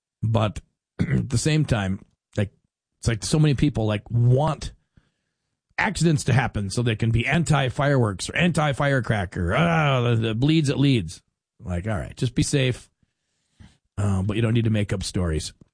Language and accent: English; Fargo, North Dakota, United States; Luckily, I was from the area. I was from Fargo, had a place on the lake for years, so I knew the area.